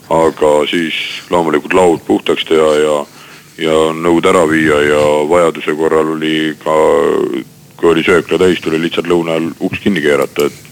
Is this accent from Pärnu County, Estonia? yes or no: no; Viljandi, Viljandi County, Estonia; now in Tallinn, Estonia; Ma tulin Viljandist, tulin pealinna ja ei olnud mingit tööd